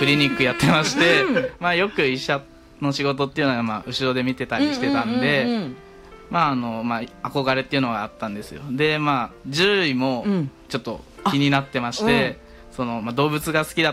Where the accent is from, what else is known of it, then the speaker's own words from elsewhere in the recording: Aichi, Japan; moved away as an adult; now in Kagoshima, Japan; 愛知生まれ愛知育ちです。